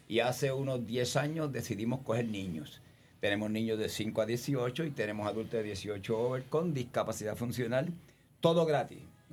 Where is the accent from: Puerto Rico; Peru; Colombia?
Puerto Rico; Cataño; yo me crié en Vietnam, en el mangle. Mi casa estaba en unos zocos sobre el mangle. Éramos un montón de hermanos. Nuestra diversión era caminar por el mangle.